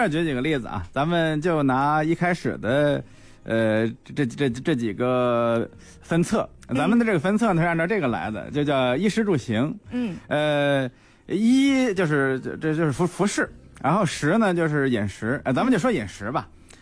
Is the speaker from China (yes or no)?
yes; Hebei, China; 实际上我是河北人啊，就是我们老家那边直到上世纪的时候还有的地方是一日两餐的。